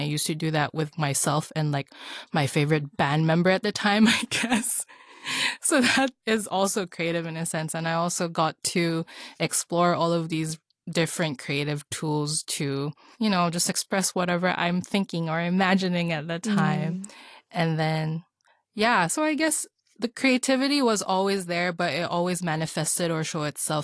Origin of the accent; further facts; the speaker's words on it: Philippines; very stereotypically because I am Filipino.